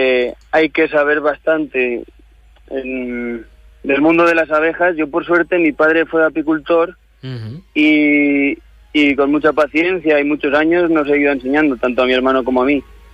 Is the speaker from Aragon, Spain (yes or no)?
yes; Fuentes Calientes, Aragon, Spain; also born or lived in Valencia; Yo he nacido y me he criado en Fuentes Calientes, en un pueblo del altiplano turolense. Y salí de aquí para estudiar en la universidad, en Valencia y en otras ciudades, y después regresé a mi pueblo